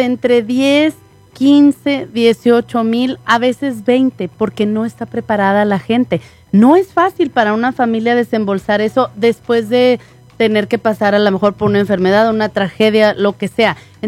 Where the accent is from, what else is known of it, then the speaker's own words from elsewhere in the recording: Hidalgo del Parral, Chihuahua, Mexico; moved away; allá tiran las cenizas en Parral, si tú quieres, ándale, porque es de donde yo soy.